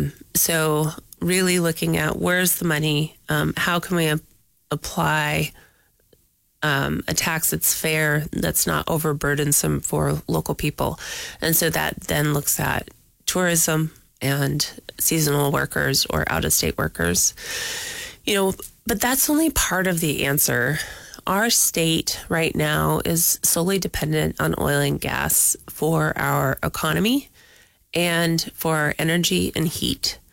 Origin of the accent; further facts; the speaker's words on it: Alaska, United States; from Southeast. My family's been here a long time.